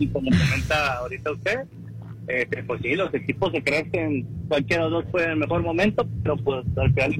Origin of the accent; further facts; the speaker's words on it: Monterrey, Nuevo León, Mexico; creo que nosotros como aficionados regios sabemos que...